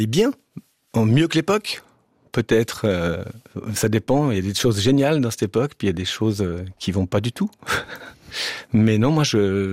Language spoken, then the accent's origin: French; Switzerland; now in France; ça fait donc 25 ans, 20 ans que je suis en France. Je suis un Suisse en France et chaque fois que je dis que je suis Suisse